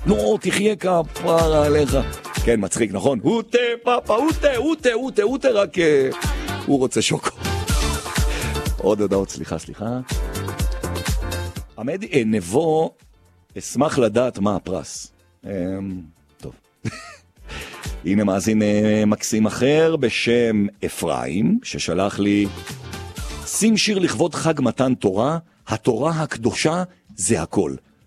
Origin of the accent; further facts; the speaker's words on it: Jerusalem, Jerusalem District, Israel; אני רק משדר בגבעת זאב, אני ירושלמי